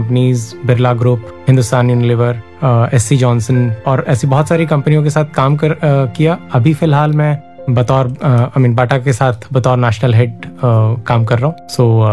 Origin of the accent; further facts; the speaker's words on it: Gonda, Uttar Pradesh, India; moved away as an adult; also born or lived in Noida; basically तो गोंडा से ही हूँ मैं, born and brought up in Gonda, और ग्रेजुएशन तक की पूरी पढ़ाई गोंडा में ही कंप्लीट करी मैंने